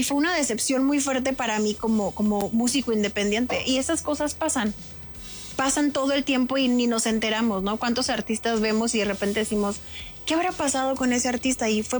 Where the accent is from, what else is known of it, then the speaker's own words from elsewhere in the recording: Culiacán, Sinaloa, Mexico; Yo soy de Culiacán.